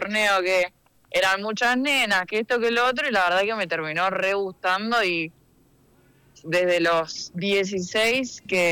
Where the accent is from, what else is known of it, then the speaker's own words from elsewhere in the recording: Río Gallegos, Santa Cruz, Argentina; now in Buenos Aires, Argentina; yo soy de Río Gallegos